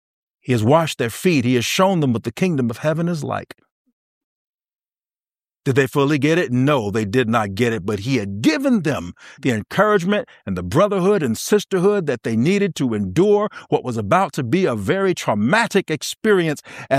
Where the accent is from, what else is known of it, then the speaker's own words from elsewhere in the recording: the South, United States; And, you know, I'm from the South